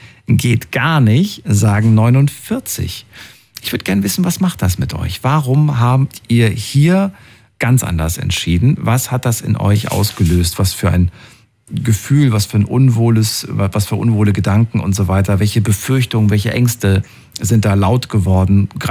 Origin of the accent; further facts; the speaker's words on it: Thuringia, Germany; Früher, bin ja aus Thüringen und so weiter. Und da war FKK ganz normal, ne? In der ehemaligen DDR.